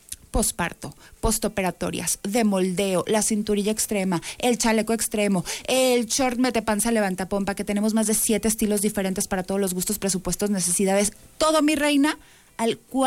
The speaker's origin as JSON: {"language": "Spanish", "town": "Saltillo", "region": "Coahuila", "country": "Mexico", "also_born_or_lived": "Colombia / United States", "moved": "yes", "said": "vamos a Saltillo, que es mi casa, que es mi tierra"}